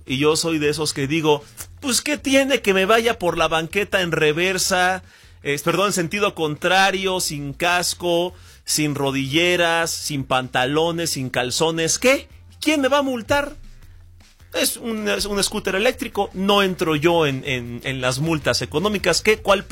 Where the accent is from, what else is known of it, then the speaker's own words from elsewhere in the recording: Mexico; ¿Qué permiso tenemos como mexicanos?